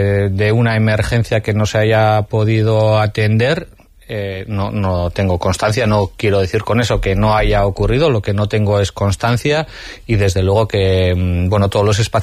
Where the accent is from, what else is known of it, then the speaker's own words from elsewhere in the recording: Hondarribia, Basque Country, Spain; muchas de las personas que somos de Hondarribi